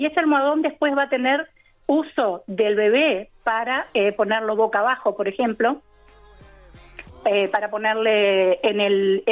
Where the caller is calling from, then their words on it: Tacuarembó, Uruguay; De Tacuarembó.